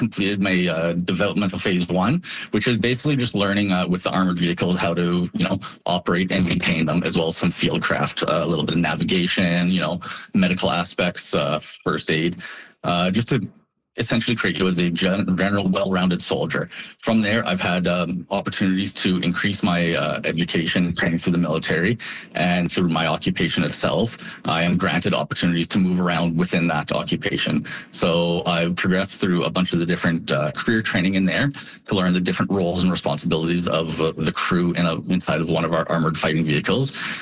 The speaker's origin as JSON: {"language": "English", "town": "Regina", "region": "Saskatchewan", "country": "Canada", "tie": "born or raised there", "said": "So I'm actually originally from Regina, and it's nice to be back home now, actually recruiting and working here in my community, letting everybody know."}